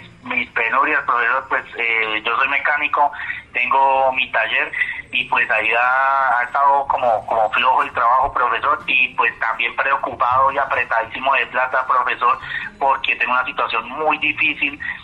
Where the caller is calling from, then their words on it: Duitama, Boyacá, Colombia; De aquí, de Duitama, Boyacá.